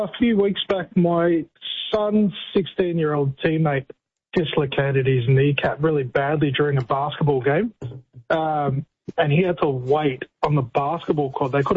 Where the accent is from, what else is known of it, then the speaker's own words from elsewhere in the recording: Tullamarine, Victoria, Australia; Oh, no, I'm from Tullamarine, but my friend plays rep ball, so we travel around Victoria on the Friday nights.